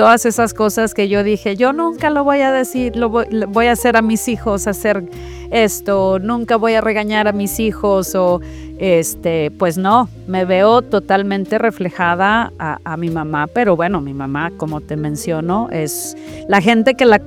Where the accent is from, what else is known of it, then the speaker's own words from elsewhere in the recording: Mexico; moved away; Yo realmente no he visto telenovelas recientemente en estos últimos, no sé, 20 años desde que me fui de México